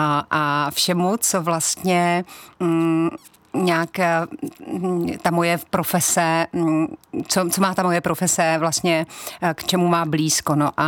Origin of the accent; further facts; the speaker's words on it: Brno, South Moravian Region, Czechia; já jsu rodačka z Brna. A ráda to říkám i s tím su.